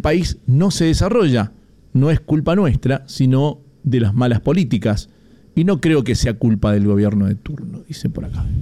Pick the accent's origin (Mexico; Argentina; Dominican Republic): Argentina; now in Chile; La verdad que nosotros como argentinos tenemos la cultura europea. Yo soy de descendencia italiana